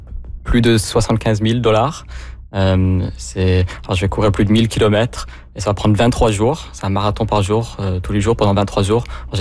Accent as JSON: {"language": "French", "town": "Halifax", "region": "Nova Scotia", "country": "Canada", "tie": "born or raised there", "said": "Je suis né à Halifax, j'ai grandi à Halifax."}